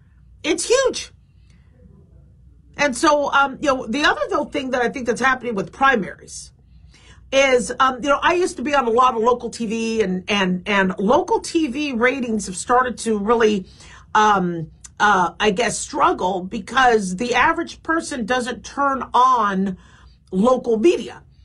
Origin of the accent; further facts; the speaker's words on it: California, United States; now in Nevada, United States; I'm from California. If I could move back to California and afford living there, I would. But I'm really happy here in Nevada